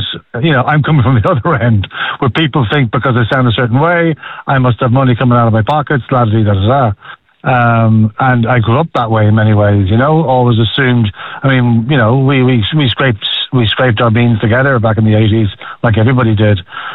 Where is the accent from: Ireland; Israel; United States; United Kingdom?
Ireland; Cork, Munster; I come from Cork. I was born and bred in Cork. My dad's from Dublin. My mother's Welsh.